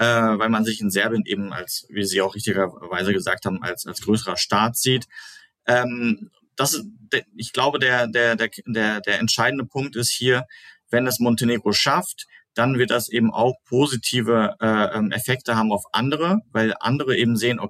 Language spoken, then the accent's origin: German; North Rhine-Westphalia, Germany; Ich komme aus dem Sauerland, das ist so ungefähr wie Dortmund die Größe